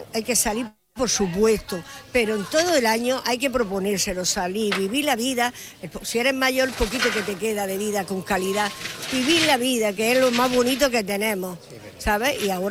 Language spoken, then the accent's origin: Spanish; Almería, Andalusia, Spain; Hombre, claro, yo soy criada y nacida en Almería. La feria es aquí, se espera todo el año.